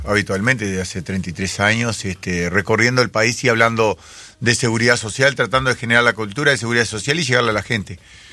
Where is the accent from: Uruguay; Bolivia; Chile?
Uruguay; creo que funcionamos mejor los uruguayos y las uruguayas